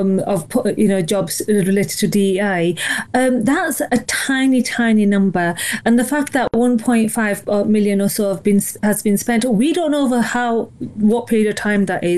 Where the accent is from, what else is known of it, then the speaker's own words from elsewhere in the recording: Keighley, Yorkshire and the Humber, United Kingdom; because I am from West Yorkshire, I live in Keighley